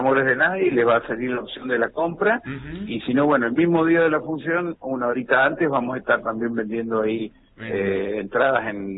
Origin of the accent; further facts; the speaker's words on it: Mendoza, Argentina; somos mendocinos todos, entonces claro, queremos compartir con el público de nuestra provincia